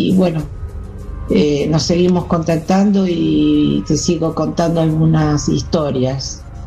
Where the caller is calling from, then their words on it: Rosario, Santa Fe, Argentina; soy de Rosario, Santa Fe.